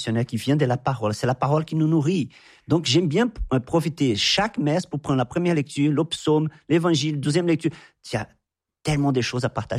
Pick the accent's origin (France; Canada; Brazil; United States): Brazil; Anápolis, Goiás; French is a second language; j'ai retourné chez moi à Goiás, à Anápolis, j'ai commencé à prier.